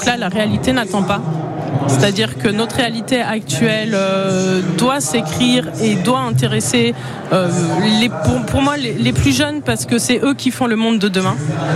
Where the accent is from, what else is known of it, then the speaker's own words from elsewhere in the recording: Grenoble, Auvergne-Rhône-Alpes, France; moved away as an adult; also born or lived in Martinique; now in Bordeaux, France; Oui, tout à fait. Je suis née à Grenoble. J'ai vécu 24 ans. Je suis partie en Martinique. Et quand je suis rentrée sur Bordeaux.